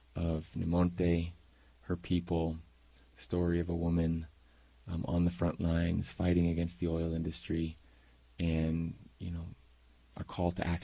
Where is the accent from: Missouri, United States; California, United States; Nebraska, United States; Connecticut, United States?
California, United States; San Francisco; moved away as an adult; now in Amazon; I'm from San Francisco. Went to school at Berkeley. This is my hometown. And but I moved down to the Amazon about 15 years ago.